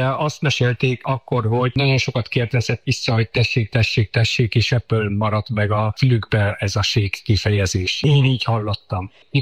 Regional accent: Budapest, Hungary; Utána én fölnőttem a budavári gyülekezetbe

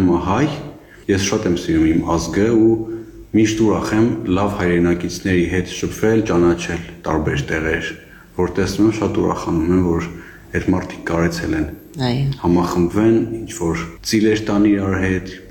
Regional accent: Vanadzor, Lori, Armenia; Ասեմ, որպես վանաձորցի շատ արագ ինտեգրվեցի խումբ ու ինձ հարազատ զգացի խմբում

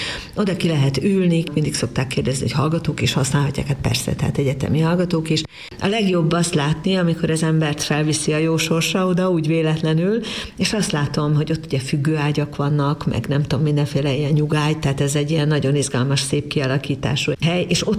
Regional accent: Debrecen, Hajdú-Bihar, Hungary; Ó, igen, hát én debreceni vagyok, és nyilván, mint minden 14-15 éves embernek fogalmam nem volt, hogy mi leszek

